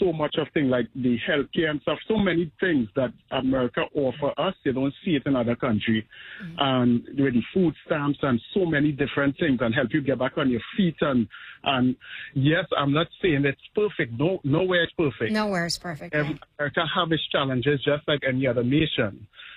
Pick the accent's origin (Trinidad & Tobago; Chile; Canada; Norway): Trinidad & Tobago; now in United States; Trinidad and Tobago.